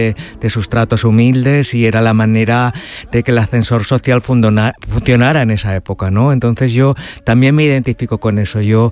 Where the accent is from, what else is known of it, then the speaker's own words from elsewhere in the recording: Castilla-La Mancha, Spain; also born or lived in Madrid / Andalusia; la cigüeña se paró en Madrid para que yo naciera, aunque soy de Castilla-La Mancha, y yo creo que como nací siete mesino, pues le faltaron 2 meses para llegar a Andalucía y aquí estamos.